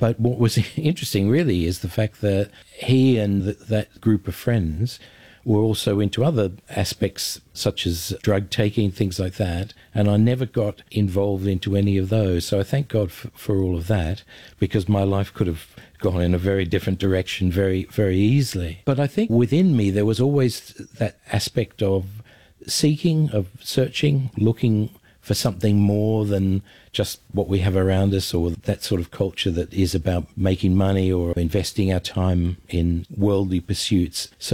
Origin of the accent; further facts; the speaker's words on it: Melbourne, Victoria, Australia; now in Ramsey; I was born and I grew up in Melbourne, in Australia. I went to a Presbyterian school